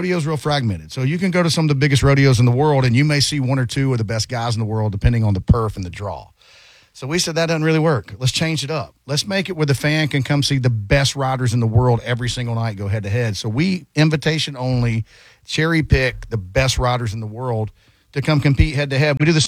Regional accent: Alabama, United States; also born or lived in Tampa; So I'm from Southeast Alabama, and I moved down to Tampa.

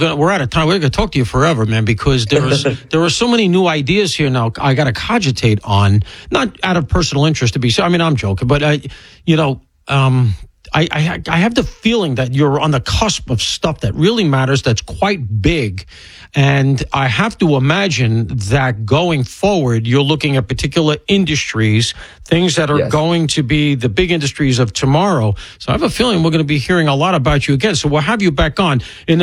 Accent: Alabama, United States; accent: Alabama, deep Southern

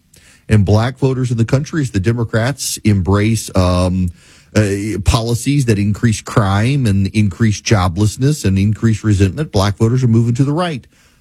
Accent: Dubai, United Arab Emirates; so I grew up in Dubai. I didn't grow up in the country. When I was five, we moved overseas

